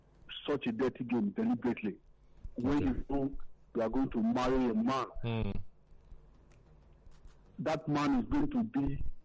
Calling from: Ikeja, Lagos, Nigeria; I'm calling from Ikeja.

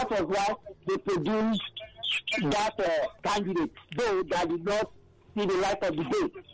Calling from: Nigeria; I'm calling from Abanajo

